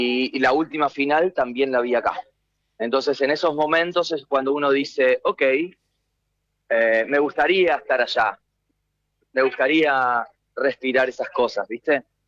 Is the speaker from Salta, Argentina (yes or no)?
no; Buenos Aires, Argentina; accent: Argentine Rioplatense Spanish; now in Spain; Hablo menos húngaro que cuando vine. Hablaba y hablo español argentino rioplatense. Y acá, fuera de broma, aprendí el español de España también